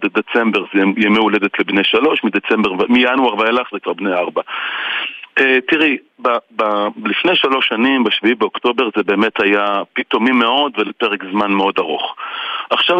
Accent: Central District, Israel; היום הוא כבר די גדול, אבל זה יישוב בשרון, הוא התחיל כיישוב קטן, היום הוא כבר לא מעט, אני חושב שהוא כבר באזור ה-8,000 9,000 תושבים, בזמנו הוא היה הרבה יותר קטן.

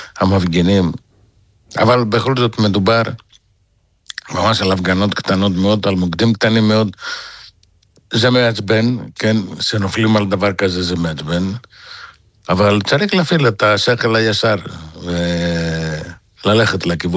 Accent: Thessaloniki, Central Macedonia, Greece; Hebrew is a second language; אני נולדתי בסלוניקי, אני יליד סלוניקי, כן. אני למדתי בטכניון 5 שנים, ומשם זה העברית שלי.

